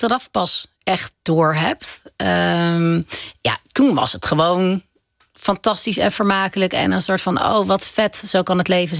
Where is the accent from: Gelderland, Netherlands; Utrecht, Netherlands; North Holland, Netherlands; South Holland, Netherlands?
Utrecht, Netherlands; Zeist; In Zeist, dus dat is niet per se super buiten.